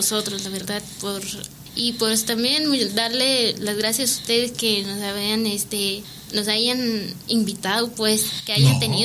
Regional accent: Tonalampa, Durango, Mexico; Soy originaria de Tonalampa, Mezquital, Durango. Actualmente, pues, seguimos viviendo allá.

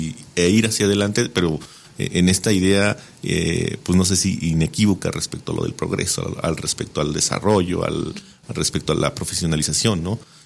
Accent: Puebla, Mexico; Soy muy moreno, pero no soy de Iztapalapa, soy nahua. Y cuando le dije que era yo precisamente del Valle Agrícola de una comunidad nahua en Puebla, se le iluminaron los ojos

